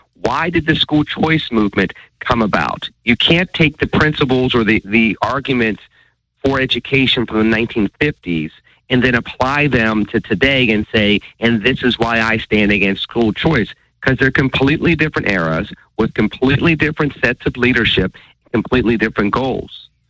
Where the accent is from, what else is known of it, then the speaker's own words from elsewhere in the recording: Pittsburgh, Pennsylvania, United States; growing up in Pittsburgh, Penn Hills